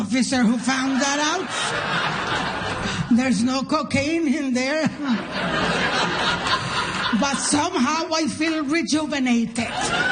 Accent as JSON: {"language": "English", "country": "Nicaragua", "said": "Because I'm from Nicaragua and we always feared an American invasion."}